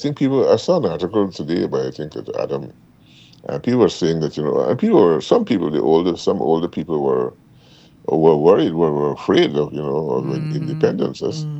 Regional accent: Triumph, Demerara-Mahaica, Guyana; I grew up in BV, Triumph

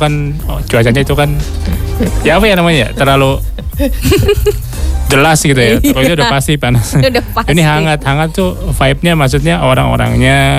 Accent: Bogor, West Java, Indonesia; Oh ya, aku dari Bogor.

